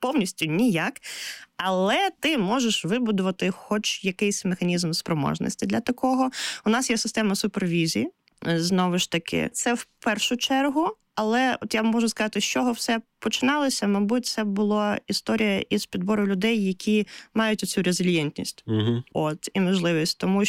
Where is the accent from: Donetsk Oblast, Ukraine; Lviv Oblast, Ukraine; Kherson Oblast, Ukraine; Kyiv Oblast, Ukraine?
Kherson Oblast, Ukraine; Kherson; Я сама з Херсону